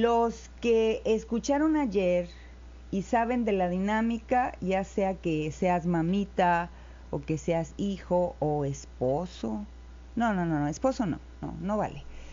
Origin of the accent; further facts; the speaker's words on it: Villagrán, Tamaulipas, Mexico; Dije que no se me pase felicitar a mi pueblo natal, el hermoso.